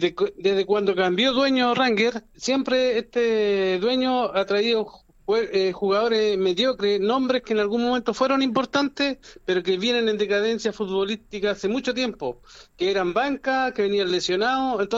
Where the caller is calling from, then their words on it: Talca, Maule, Chile; de la ciudad de Talca.